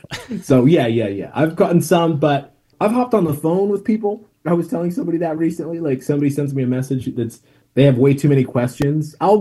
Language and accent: English; Tanzania; I'm from Tanzania, East Africa